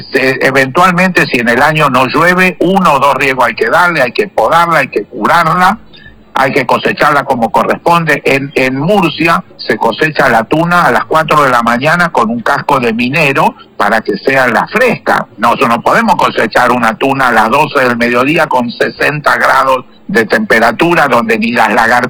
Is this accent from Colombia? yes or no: no; Argentina; el proceso de la inmigración que en su momento nos trajo a todos nosotros a la Argentina, a principios del siglo XX, pues vinimos de todos lados, los judíos que vinimos de Polonia